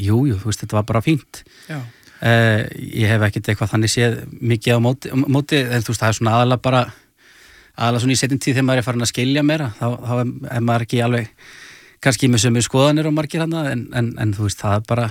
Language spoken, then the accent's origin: Icelandic; Garðabær, Capital Region, Iceland; also born or lived in Kópavogur; now in Reykjavík, Iceland; Í blábyrjun þá bjó ég í Furugrund í Kópavogi en flutti síðan hóflega snemma í Garðabæinn og þar ólst ég upp alveg þangað til að maður fó bara að finna sér eigi húsnæði sko.